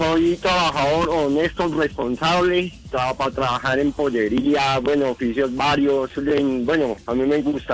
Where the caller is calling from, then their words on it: Bogotá, Colombia; De aquí a Bogotá, en localidad Engativá.